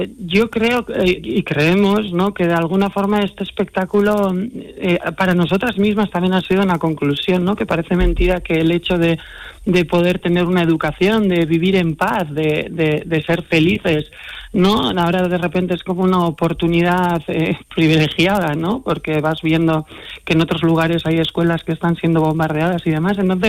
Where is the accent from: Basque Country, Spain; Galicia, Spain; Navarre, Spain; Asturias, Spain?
Basque Country, Spain; venimos del País Vasco